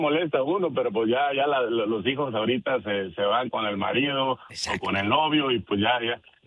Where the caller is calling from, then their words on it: Autlán de la Grana, Jalisco, Mexico; Somos de allá de Jalisco, de un pueblo que se llama Autlán de la Grana, Jalisco.